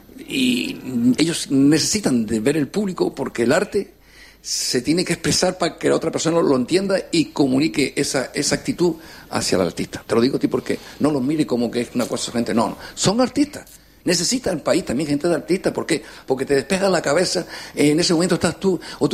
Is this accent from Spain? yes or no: yes; Canary Islands, Spain; vengo a defender mi pueblo, que es España y Canarias.